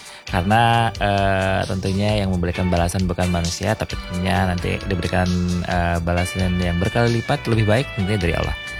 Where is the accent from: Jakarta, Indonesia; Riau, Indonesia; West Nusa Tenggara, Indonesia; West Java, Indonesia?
West Nusa Tenggara, Indonesia; East Lombok; moved away; di sebagian Lombok Timur termasuk di kampung halaman saya.